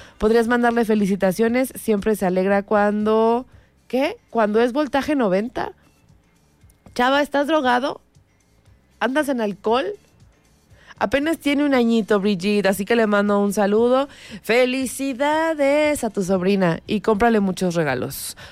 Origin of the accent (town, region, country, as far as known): Mexico